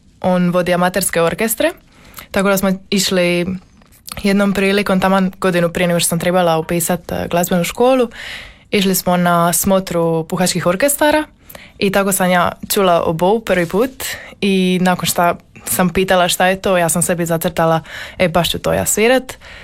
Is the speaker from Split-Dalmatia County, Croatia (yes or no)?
yes; Kaštela, Split-Dalmatia County, Croatia; Ja sam odrasla u Kaštelima pokraj Splita i glazba je nekako uvijek bila dio